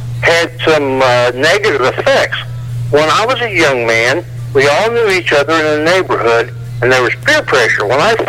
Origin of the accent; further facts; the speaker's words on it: Indiana, United States; I'm from Indiana